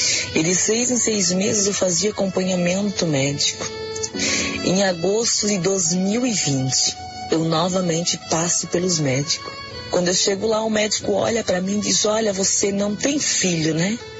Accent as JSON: {"language": "Portuguese", "town": "Bombinhas", "region": "Santa Catarina", "country": "Brazil", "said": "sou da cidade de Bombinhas."}